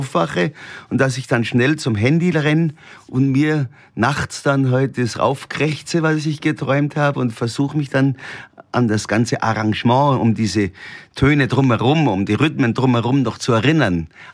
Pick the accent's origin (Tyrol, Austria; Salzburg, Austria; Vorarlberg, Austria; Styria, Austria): Salzburg, Austria; Mauterndorf; Und wir alle sind aufgewachsen am Berghof Jackelbauer, am Bauernhof am Pfanningberg in Mauterndorf.